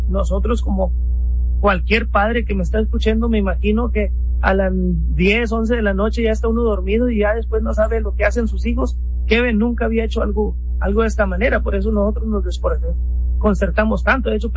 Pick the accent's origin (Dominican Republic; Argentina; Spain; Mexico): Mexico; now in Rio Grande Valley, Texas, United States; padres a lo mejor machistas que somos por ser mexicanos